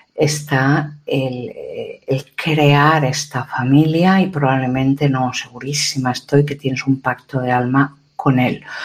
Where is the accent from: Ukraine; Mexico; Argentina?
Ukraine